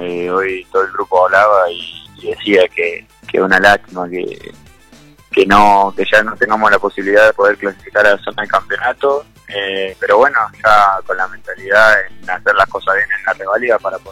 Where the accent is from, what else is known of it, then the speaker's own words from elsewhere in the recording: Córdoba, Argentina; moved away; yo soy de Córdoba.